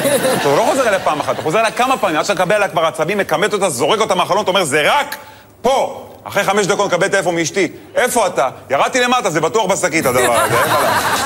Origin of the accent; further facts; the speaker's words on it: Netanya, Central District, Israel; האמת, אני גדלתי בנתניה, לא יצא לי, בחיים לא היה לי שליח בבית, כי אמא טריפוליטאית, היא מכינה הכל.